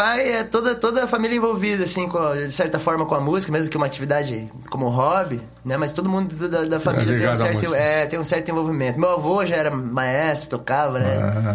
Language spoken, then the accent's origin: Portuguese; Blumenau, Santa Catarina, Brazil; now in Curitiba, Brazil; nasci aqui, mas minha família não é daqui, né? Meu pai, na época, foi transferido para cá e aí eu acabei... Que nasci aqui, depois logo voltei para Santa Catarina e fui criado em Santa Catarina, né?